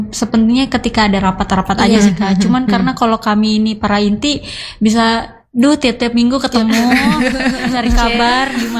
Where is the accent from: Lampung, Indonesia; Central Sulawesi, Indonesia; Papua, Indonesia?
Central Sulawesi, Indonesia; Sausu Trans; Kalau saya dari Parigimotong Kak